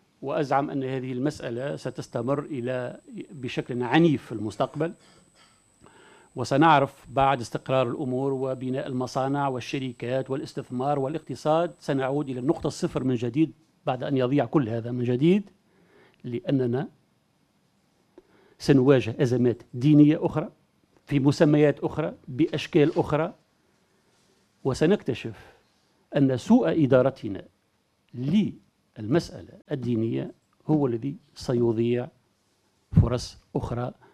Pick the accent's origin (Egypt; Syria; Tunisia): Tunisia; لأنه جرت العادة عندنا في تونس أن نتصور